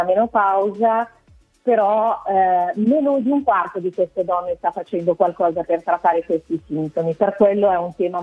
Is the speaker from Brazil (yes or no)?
yes; Brazil; Italian is a second language; now in Italy; Anche da brasiliana, come imprenditrice in Italia, è un momento molto importante di riconoscimento.